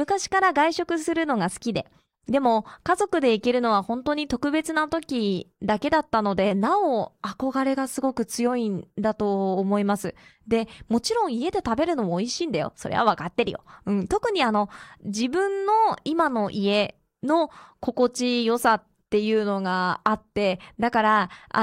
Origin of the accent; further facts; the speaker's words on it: Morioka, Iwate, Japan; moved away as an adult; now in Miyagi, Japan; 2人して地元は岩手の盛岡なので、そうすると内陸なのよ